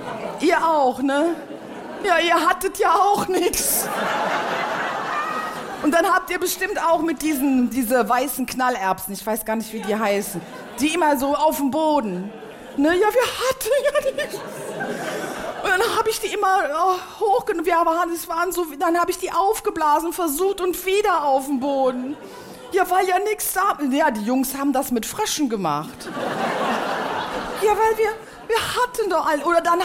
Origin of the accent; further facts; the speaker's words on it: Germany; ich bin ja in der Eifel aufgewachsen. Wir hatten doch nichts. Was hatten wir denn? Wir hatten doch nichts. Das Armenhaus Deutschlands waren wir.